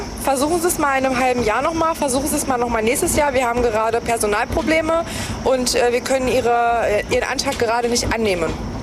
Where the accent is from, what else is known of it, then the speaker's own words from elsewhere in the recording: Dessau, Saxony-Anhalt, Germany; born there; ich bin da geboren und ich bin leider 4 Jahre vor dem Gesetz geboren, dass man die deutsche Staatsbürgerschaft geschenkt bekommt